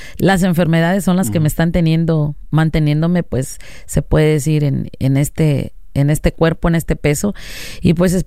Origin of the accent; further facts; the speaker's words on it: Izúcar de Matamoros, Puebla, Mexico; moved away; Es lo más típico que hay en mi querido Izúcar.